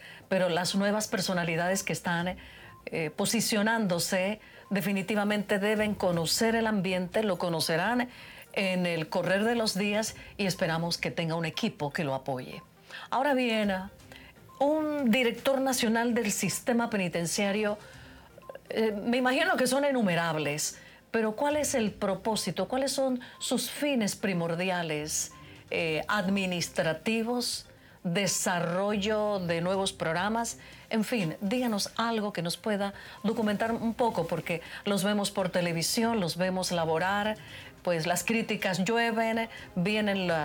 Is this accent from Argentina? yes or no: no; Panama; todos los panameños